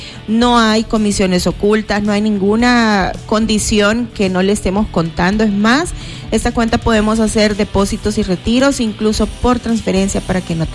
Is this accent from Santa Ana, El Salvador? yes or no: no; Nueva Concepción, Chalatenango, El Salvador; los desfiles de Nueva Concepción, de Chalatenango, de donde yo soy